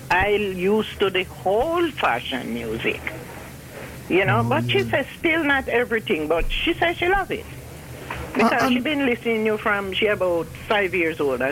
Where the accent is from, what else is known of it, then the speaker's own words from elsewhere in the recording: Jamaica; But I think, as a Jamaican, we want to hear more Jamaican music.